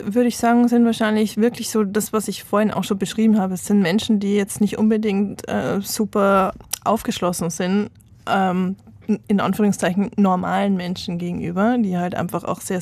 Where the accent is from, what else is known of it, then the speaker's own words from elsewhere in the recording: Abensberg, Bavaria, Germany; Also ich bin in der Punk-Szene aufgewachsen. Die Musikszene in Abensberg war mehr oder weniger Punk-Szene.